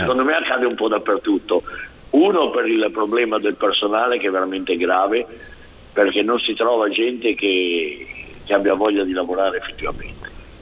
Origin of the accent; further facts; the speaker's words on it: Sanremo, Liguria, Italy; visto che io sono di Sanremo, ma sono 27 anni che presento il rally della Lanterna